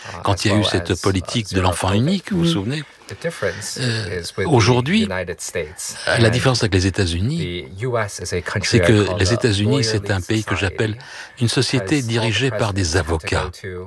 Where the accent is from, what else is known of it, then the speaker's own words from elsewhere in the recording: Canada; passé la plus grande partie de mon enfance au Canada